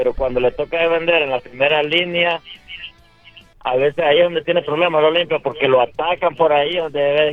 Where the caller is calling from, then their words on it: El Paraíso, Honduras; del Paraíso.